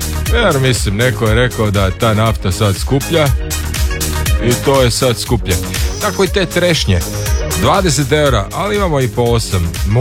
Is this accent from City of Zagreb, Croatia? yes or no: no; Krapina, Krapina-Zagorje County, Croatia; Pa ja sam ipak iz Krapine.